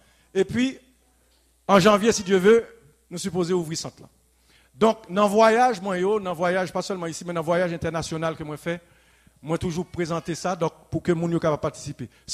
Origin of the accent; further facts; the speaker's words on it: Haiti; moved away; en tant que haïtien